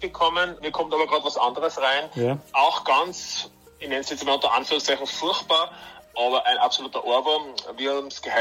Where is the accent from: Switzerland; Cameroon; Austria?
Austria; Upper Austria; ich komme aus der Region Linz